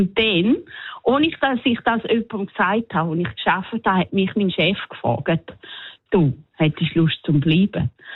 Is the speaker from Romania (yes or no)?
no; Switzerland; now in New Zealand; Als Schweizer ist man manchmal ein bisschen, ein bisschen ungewöhnlich.